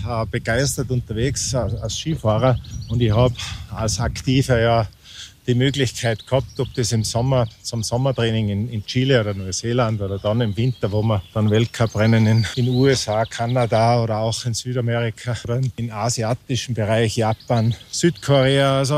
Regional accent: Zauchensee, Salzburg, Austria; So war es auch bei uns, bei meiner Familie. Ich bin am Bauernhof aufgewachsen. Meine Eltern, Großeltern haben dann auch schon begonnen mit Tourismus.

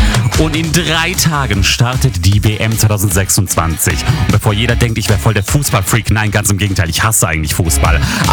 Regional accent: Bosnia & Herzegovina; Ey, Leute, und dieses Jahr ist auch mein Heimatland, Bosnien und Herzegowina, mit dabei.

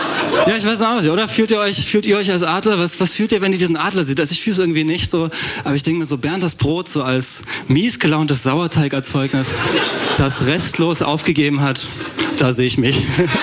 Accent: Jena, Thuringia, Germany; Vor allem, ich komme aus Jena und das klingt ja so schön, ja, so fast französisch, so richtig.

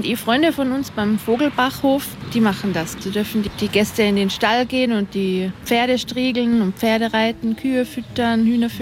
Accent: St. Johann im Pongau, Salzburg, Austria; Ich selber bin aus St. Johann und habe die Tourismusschule in Bischofshofen besucht

